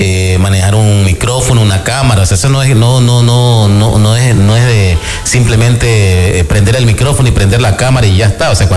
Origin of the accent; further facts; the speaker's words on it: Ecuador; sino que nos denigran y nos atacan a nosotros como país, como Ecuador, como ecuatorianos, ¿no?